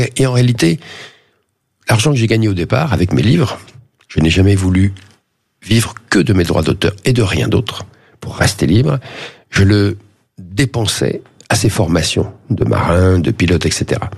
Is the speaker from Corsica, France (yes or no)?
yes; Corsica, France; dans ma jeunesse en Corse